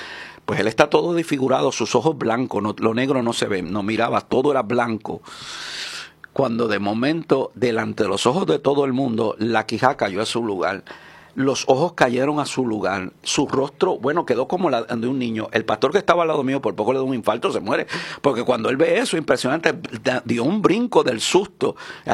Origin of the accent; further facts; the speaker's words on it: San Juan, Puerto Rico; born there; moved away; also born or lived in Aguadilla, Puerto Rico / Florida; Yo amo esta isla. Yo nací aquí. Yo nací en Santurce